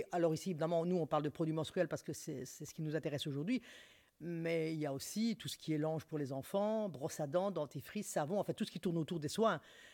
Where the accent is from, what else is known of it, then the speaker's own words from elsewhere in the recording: Brussels, Belgium; Pendant une année, j'ai vraiment cherché ce qui se faisait chez nous, donc à Bruxelles, chez nous en Belgique, et puis ailleurs, dans d'autres pays.